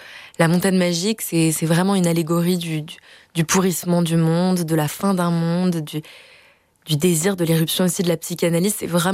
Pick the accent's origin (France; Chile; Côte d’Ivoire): France; Marseille, Provence-Alpes-Côte d'Azur; Je suis marseillaise.